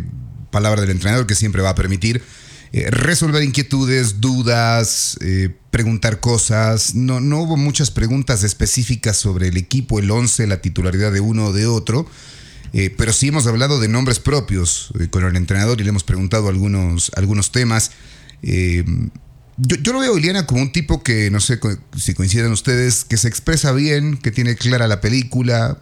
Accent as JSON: {"language": "Spanish", "country": "Chile", "said": "los chilenos no nos interesa que nos entiendan"}